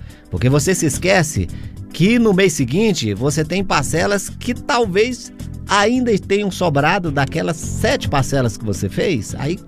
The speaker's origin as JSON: {"language": "Portuguese", "town": "Teresina", "region": "Piauí", "country": "Brazil", "said": "como bom teresinense, já conheço, né, esse tipo de clima."}